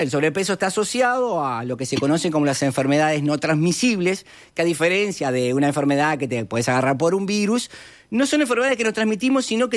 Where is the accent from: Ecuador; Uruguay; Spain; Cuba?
Uruguay